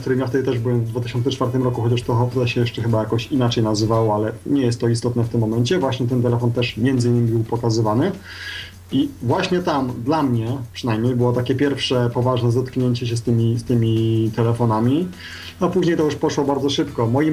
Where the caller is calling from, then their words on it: Canary Islands, Spain; dzwonię z Wysp Kanaryjskich, czyli z Hiszpanii